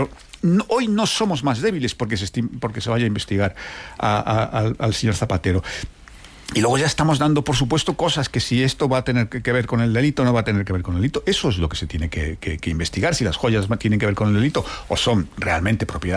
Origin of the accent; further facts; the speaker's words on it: Spain; porque yo como español no quiero que un expresidente de mi país esté investigado.